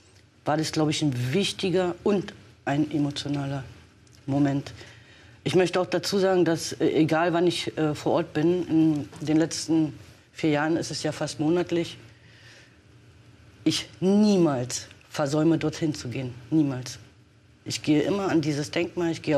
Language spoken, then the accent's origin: German; Germany; dass wir auch als Deutsche, die nicht Waffen liefern, sondern die humanitäre Hilfe vor Ort organisieren